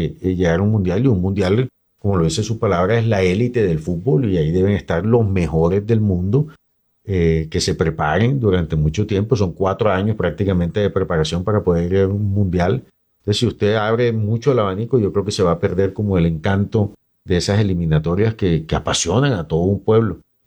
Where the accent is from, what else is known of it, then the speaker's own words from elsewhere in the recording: Santa Marta, Magdalena, Colombia; A ver, yo soy Samario.